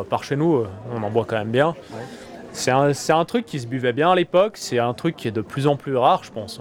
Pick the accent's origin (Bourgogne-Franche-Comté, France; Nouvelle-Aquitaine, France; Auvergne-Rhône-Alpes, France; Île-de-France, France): Auvergne-Rhône-Alpes, France; Pas du tout. On a fait quasiment 5 heures de bagnole, on vient de Savoie.